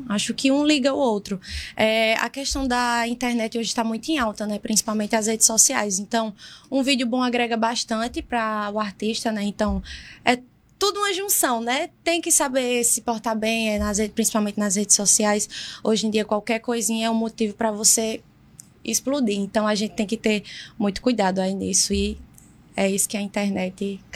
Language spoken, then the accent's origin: Portuguese; Pernambuco, Brazil; Sou pernambucana.